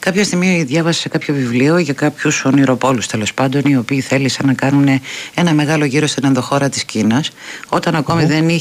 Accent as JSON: {"language": "Greek", "country": "Greece"}